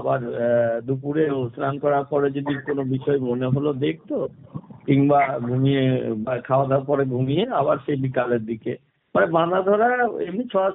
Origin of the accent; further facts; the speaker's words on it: West Bengal, India; যেটা আমার গ্রামের বাড়ি, সেই গ্রামের বাড়ির পাশে একটা এ বিদ্যালয়, যে বিদ্যালয় থেকে আমি 5-10 পড়াশোনা করেছি, সেই বিদ্যালয়ে এখন আমি শিক্ষকতা করছি, বেরিয়াপুর অঞ্চল উচ্চ বিদ্যালয়।